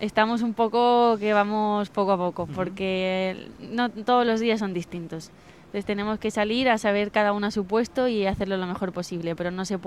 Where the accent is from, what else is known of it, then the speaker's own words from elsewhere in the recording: Melilla, Spain; yo soy de Melilla, entonces allí se vive mucho el tema de la vela y desde pequeña he estado navegando en el Río Club Náutico de Melilla y desde entonces he seguido.